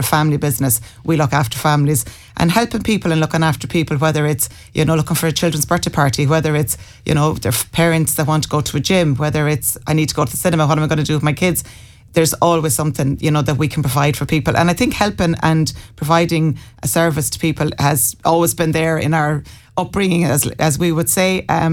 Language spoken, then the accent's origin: English; Mayo, Connacht, Ireland